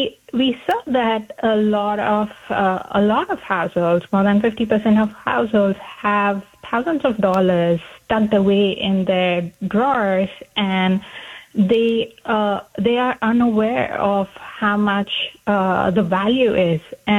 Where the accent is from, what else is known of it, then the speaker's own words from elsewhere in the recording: India; now in United States; me and my co-founder Nidhi both grew up in India